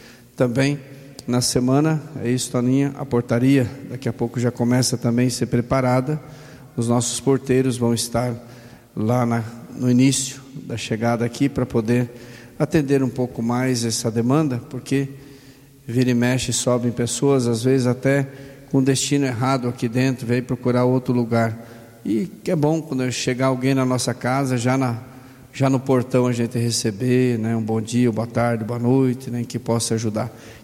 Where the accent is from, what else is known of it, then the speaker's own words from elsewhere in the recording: Paraná, Brazil; moved away; Eu sou do interior do Paraná